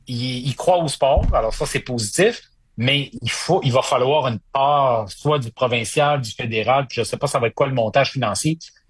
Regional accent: Quebec, Canada; Moi, j'ai grandi au Saguenay.

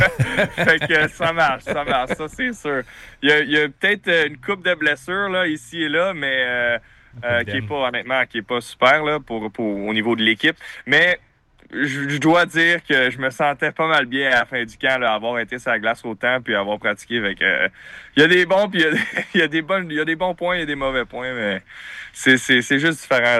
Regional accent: Quebec, Canada; mais je suis fier québécois, fier canadien.

